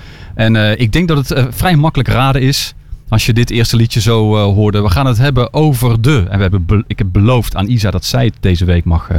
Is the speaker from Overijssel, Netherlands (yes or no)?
no; Oosterhout, North Brabant, Netherlands; accent: Brabant; wij zijn natuurlijk allebei geboren en getogen hier.